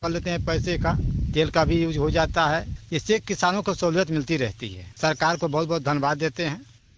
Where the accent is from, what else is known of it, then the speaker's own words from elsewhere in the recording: Duguna, Uttar Pradesh, India; ग्राम दुगुना, जिला गोरखपुर का रहने वाला हूँ।